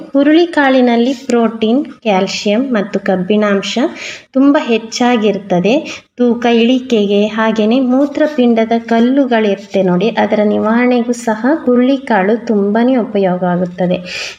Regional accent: Udupi district, Karnataka, India; ನಾನು ಮೂಲತಃ ಉಡುಪಿ ಜಿಲ್ಲೆಯವಳು.

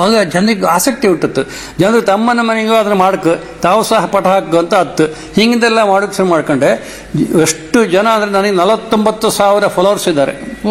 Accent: Kundapur, Karnataka, India; accent: Kundapura Kannada; ನಮ್ಮ ಮನೆಯಲ್ಲಿ ನಾವೆಲ್ಲ ಕುಂದಾಪುರ ಕನ್ನಡಗೆ ಬಯಸಿಕೊಂಬುದು, ಮನೆಯೊಳಗೆ ಕುಂದಾಪುರ ಕನ್ನಡದಿಗೆ ಹಾಸ್ಯ ಮಾಡೋದು

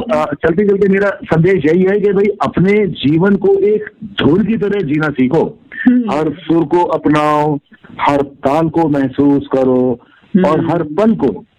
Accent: Lucknow, Uttar Pradesh, India; मैं लखनऊ का रहने वाला हूँ और उसी माहौल में पला बड़ा हूँ।

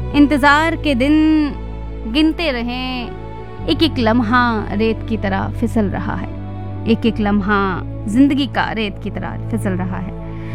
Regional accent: Uttar Pradesh, India; हम लोग के यहाँ भी यूपी में क्या होता है, जब कोई नई फसल करती है तो नया होता है

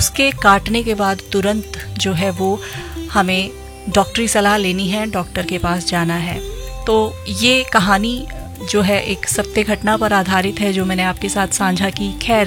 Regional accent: Dharamshala, Himachal Pradesh, India; हम धर्मशाला के वासी हैं, धर्मशाला में रहते हैं

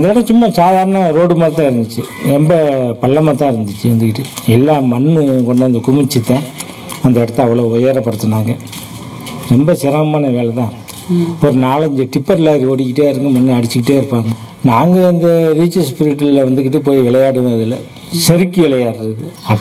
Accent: Kilakarai, Tamil Nadu, India; வளர்ந்ததெல்லாம் கீழக்கரையில் வளர்ந்தேன்.

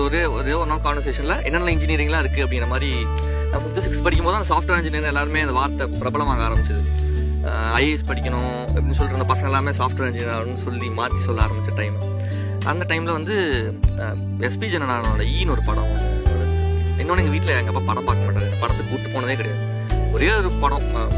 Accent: Tiruppur, Tamil Nadu, India; நான் என்னோடய சொந்த ஊர் வந்து திருப்பூர்.

